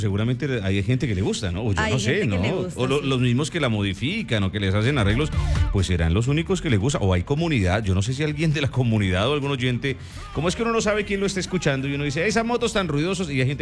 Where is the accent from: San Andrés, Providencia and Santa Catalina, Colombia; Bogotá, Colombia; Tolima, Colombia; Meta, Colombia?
Tolima, Colombia; Soy tolimenses por todo